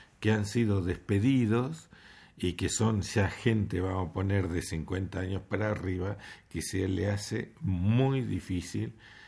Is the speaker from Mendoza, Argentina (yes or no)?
no; Buenos Aires, Argentina; born there; Yo nací en Capital Federal.